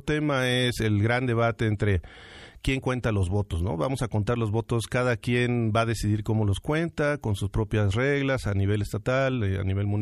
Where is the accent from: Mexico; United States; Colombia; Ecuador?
Mexico; como mexicanos que bien sabemos nuestra historia y bien conocemos nuestra historia desde la primaria